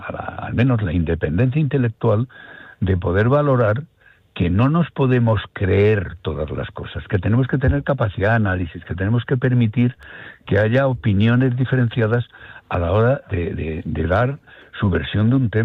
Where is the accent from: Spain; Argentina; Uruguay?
Spain